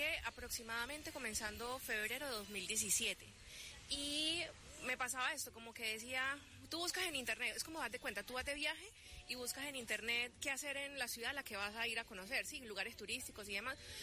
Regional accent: Colombia; also born or lived in Venezuela; yo soy colombiana, pero viví más o menos como 18 años de mi vida en Venezuela, como mi etapa consciente, por así decirlo

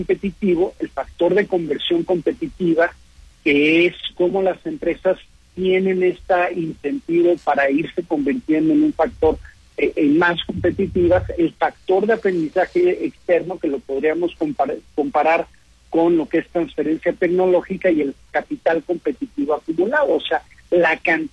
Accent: Mexico; como a veces vemos que en México tratamos de inventar

